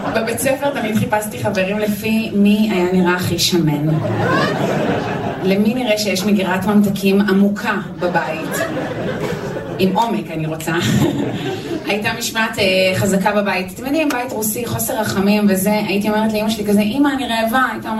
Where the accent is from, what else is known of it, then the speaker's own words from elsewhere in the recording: Tel Aviv, Tel Aviv District, Israel; אז למה אני הכי תל אביבית פה בעצם? נתחיל מזה שאימא שלי דיאטנית ורוסיה.